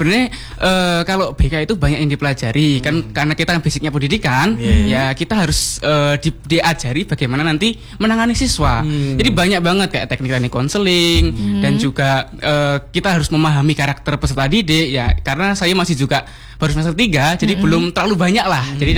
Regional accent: Bojonegoro, East Java, Indonesia; moved away as an adult; now in Malang, Indonesia; kalau aku aslinya itu Cah Bojonegoro, Kak.

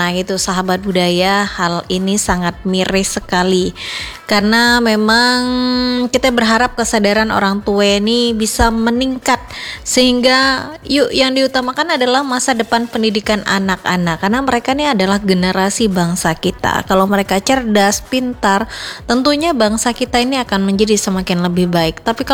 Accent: Bangka Belitung Islands, Indonesia; kita orang Bangka

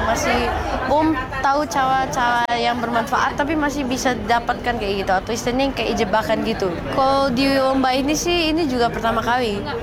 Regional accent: Riau, Indonesia; kelas 6 di SD Witama Nasional Persikan di Pekanbaru. Saya dari Riau.

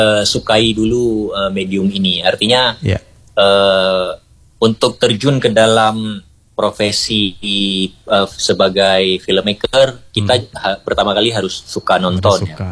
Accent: Aceh, Indonesia

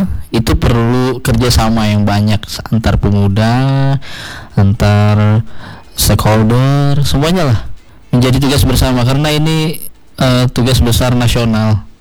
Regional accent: Palangkaraya, Central Kalimantan, Indonesia; also born or lived in Pulang Pisau; Oh, asli saya kan orang Palangkaraya.

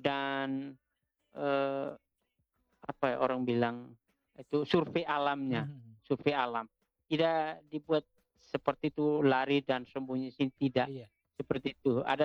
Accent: East Nusa Tenggara, Indonesia; Ya, ada satu istilah kami orang Atoni itu bahwa obat musuhnya itu dia anti perempuan.

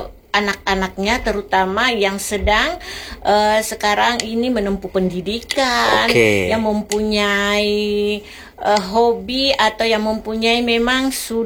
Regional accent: South Sulawesi, Indonesia; terutama orang kita Bugis ya, nah, walaupun kita tinggal di rantau, tetap kita terus mengawasi

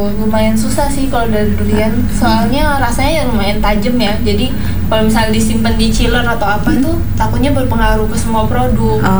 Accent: Fakfak, West Papua, Indonesia; Ya, asli Fak-Fak sih. Ya, mama-papa dari dulu udah di Fak-Fak ya, Cik. Jadi, mau dibilang asli Fak-Fak ya asli Fak-Fak. Udah lahir besar di sini gitu kan. Kalau usianya aku 23.

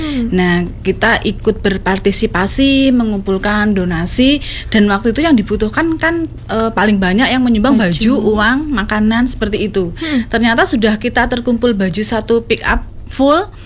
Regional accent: Madiun, East Java, Indonesia; Saya dari Madiun di Mojorejo.

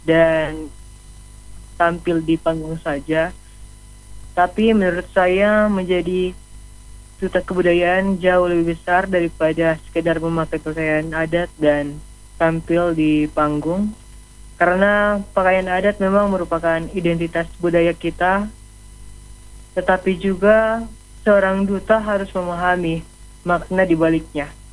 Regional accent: North Sulawesi, Indonesia; saya tumbuh di Talaut, tumbuh di Nusa Utara.

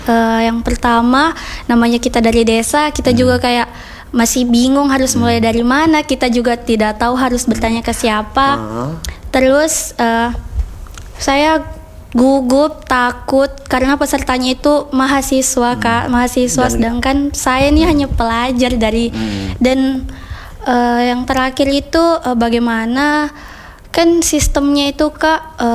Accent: Nunukan, North Kalimantan, Indonesia; born or raised there

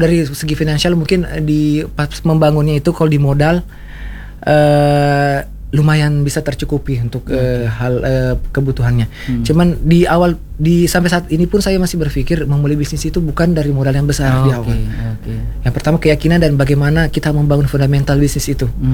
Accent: South Sulawesi, Indonesia; Ada filosofinya kita juga kan orang Bugis, yakin dulu lah.

